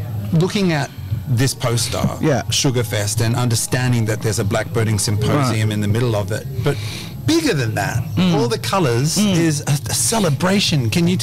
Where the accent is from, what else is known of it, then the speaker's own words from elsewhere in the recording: Botany, New South Wales, Australia; I grew up in Botany, and some of my mates, they were having fun.